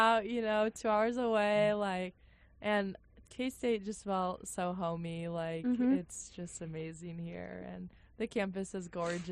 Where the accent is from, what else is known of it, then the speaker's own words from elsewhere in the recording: Shawnee, Kansas, United States; I'm currently a freshman. I'm from Shawnee, Kansas.